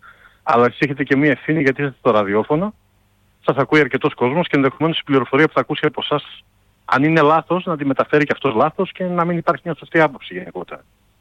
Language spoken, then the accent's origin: Greek; Kavala, Eastern Macedonia and Thrace, Greece; now in Zurich, Switzerland; γιατί είμαι Καβαλιώτης, ζω στη Ζηρίχη εδώ και 10 χρόνια.